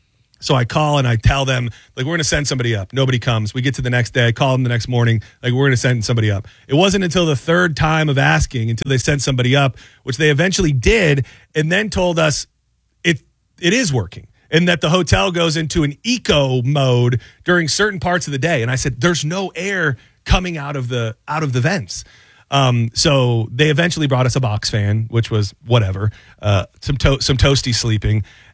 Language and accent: English; Tampa, Florida, United States; And we're from Tampa. We're spending it in Nashville.